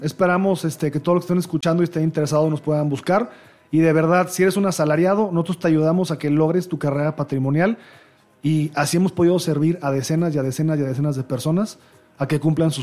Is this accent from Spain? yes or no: no; Mexico; los mexicanos tenemos un paradigma o un mito